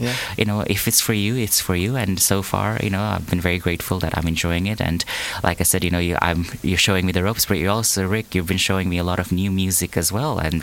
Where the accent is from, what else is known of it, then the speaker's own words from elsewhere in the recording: Nepal; moved away; I'm originally from Nepal, and growing up in Nepal, MTV and VH1 was absolute staples after school